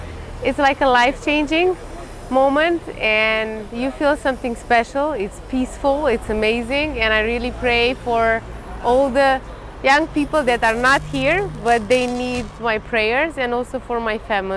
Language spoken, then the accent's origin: English; Romania; English is a second language; I'm from Romania. It's my first time here in Medjugorje.